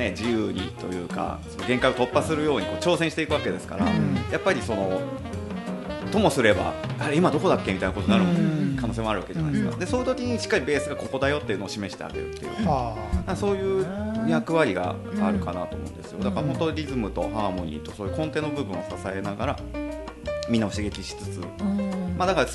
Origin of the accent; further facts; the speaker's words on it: Mine, Yamaguchi, Japan; 僕やっぱその山口県の美祢市という、まあ、大変のどかな、ライブどころの出身なんですけども